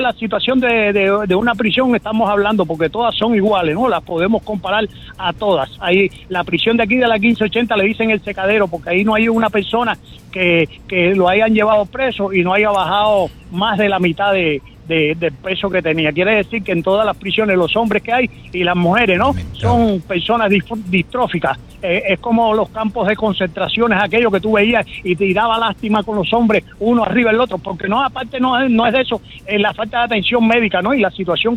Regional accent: Cuba; moved away as an adult; now in Miami, United States; lo estamos pasando nosotros aquí como cubanos.

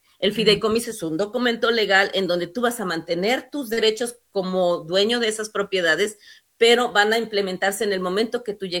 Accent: Mexico; yo soy abogada de México, no soy abogada aquí

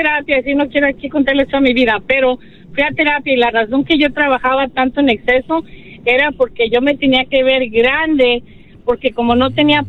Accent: Jalisco, Mexico; Pues yo soy de Jalisco

